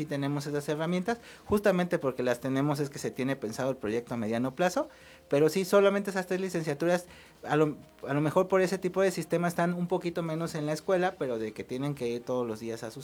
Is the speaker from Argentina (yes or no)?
no; Veracruz, Mexico; moved away; yo soy de Veracruz, ya tengo algunos años acá